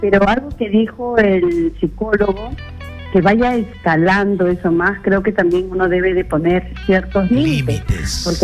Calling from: Carabayllo, Lima, Peru

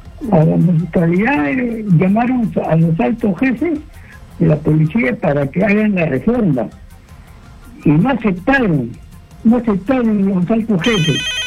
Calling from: Lima, Peru; De San Martín de Torres.

